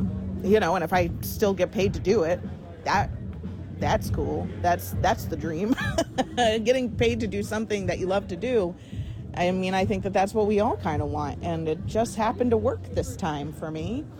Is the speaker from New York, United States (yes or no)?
yes; Ithaca, New York, United States; I was raised in Ithaca. Ithaca is a community-based city. And you can take the girl out of Ithaca, but you can't take the Ithaca out of the girl